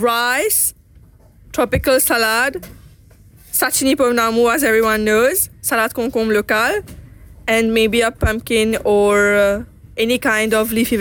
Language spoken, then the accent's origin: French; Mauritius; Et le chef, il vient du Philippines et moi, je suis mauricienne, alors...